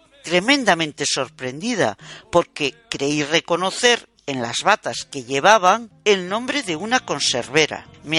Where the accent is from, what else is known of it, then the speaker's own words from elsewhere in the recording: Vigo, Galicia, Spain; Evocaron escenas en las que veía salir en mi pueblo natal, Bouzas, a las mujeres de las distintas fábricas de conservas que existían en Bouzas cuando yo era niña.